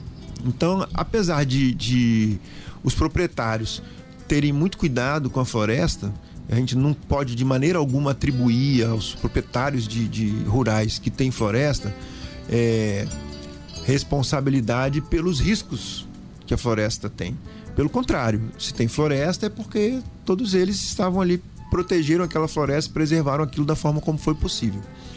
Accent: Vitória, Espírito Santo, Brazil; now in Venda Nova do Imigrante, Brazil; O mais de fora sou eu, que sou de Vitória. Uhum. Né? Mas moro aqui em Venda Nova, tenho a alegria de morar aqui em Venda Nova, cidade maravilhosa que acolheu a gente. Moro em Pindobas, ali junto com a família Bissoli

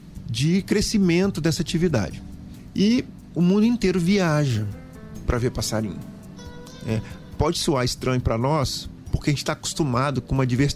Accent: Vitória, Espírito Santo, Brazil; now in Venda Nova do Imigrante, Brazil; O mais de fora sou eu, que sou de Vitória. Uhum. Né? Mas moro aqui em Venda Nova, tenho a alegria de morar aqui em Venda Nova, cidade maravilhosa que acolheu a gente. Moro em Pindobas, ali junto com a família Bissoli

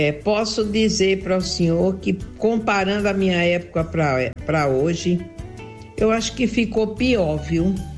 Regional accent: Paraíba, Brazil; Sou paraibana, então eu acho, na minha opinião, que a festa junina hoje é muito diferente daquela época.

